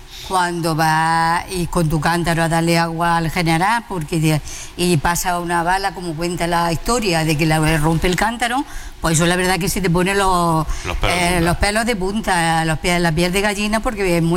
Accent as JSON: {"language": "Spanish", "town": "Bailén", "region": "Andalusia", "country": "Spain", "said": "es una representación de las mujeres de mi pueblo"}